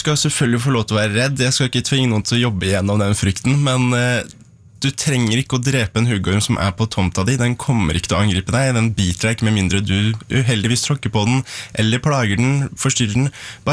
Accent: Lillehammer, Innlandet, Norway; Jeg er fra Lillehammer, så man blir egentlig født med ski på bena

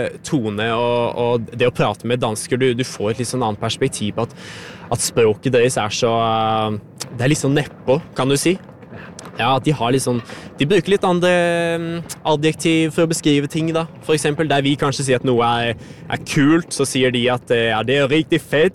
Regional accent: Risør, Agder, Norway; Nei, jeg kommer fra Risør da. Det den fineste byen på Sørlandet, tenker jeg.

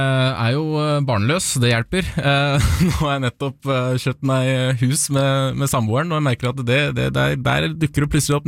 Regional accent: Svelvik, Buskerud, Norway; Jeg er jo selv fra Svelvik.

